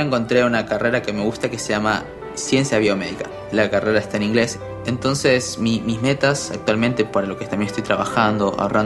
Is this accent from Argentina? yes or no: yes; Mendoza, Argentina; now in Buenos Aires, Argentina; tengo 21 años, soy de Mendoza y vivo en Buenos Aires, en Capital Federal.